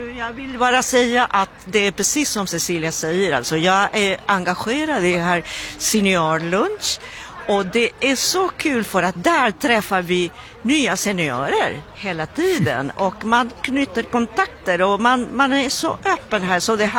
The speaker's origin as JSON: {"language": "Swedish", "country": "Peru", "moved": "yes", "lives_now": "Malmö, Sweden", "said": "Så jag ska åka till Peru med en grupp och visa mitt hemland med mina egna ögon."}